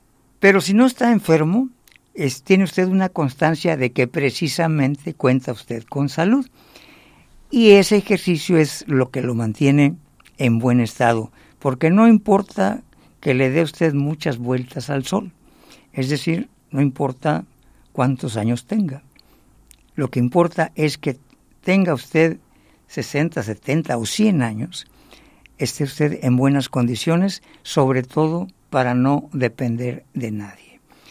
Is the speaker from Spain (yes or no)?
no; Mexico; Nosotros como mexicanos